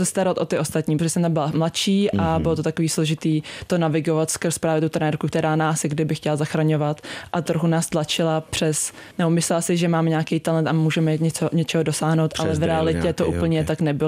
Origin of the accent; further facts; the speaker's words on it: Prague, Czechia; Jsem z Prahy